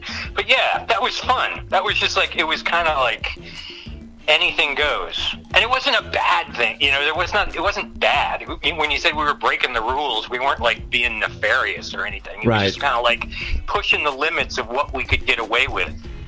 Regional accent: Ohio, United States; I grew up in Ohio, right? So for me, okay. Just think about Ohio in the 70s.

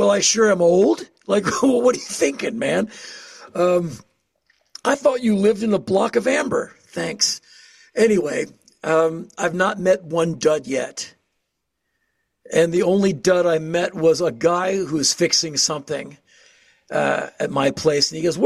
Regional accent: Washington, District of Columbia, United States; born there; moved away as an adult; also born or lived in Los Angeles; now in Nashville, United States; I come from Washington, D.C., bordered by Maryland, Virginia.

